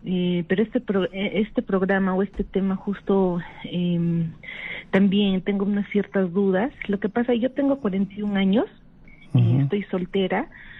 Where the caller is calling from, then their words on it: Ayacucho, Peru; ¿Qué tal, padre? … de Ayacucho.